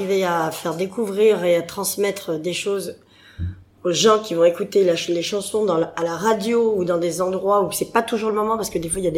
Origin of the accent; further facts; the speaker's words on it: Paris, Île-de-France, France; born there; Paris, c'est mon ADN. Je suis née ici et on est parisien et ça se revendique.